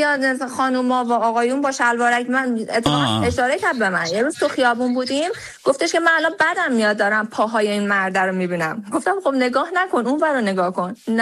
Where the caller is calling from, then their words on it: Tehran, Tehran Province, Iran; از تهران تماس میگیرم.